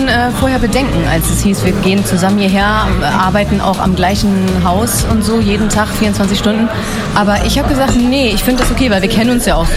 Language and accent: German; Bremen, Germany; born there; moved away as an adult; also born or lived in Munich / Schwedt; ich bin in Bremen geboren, da komme ich her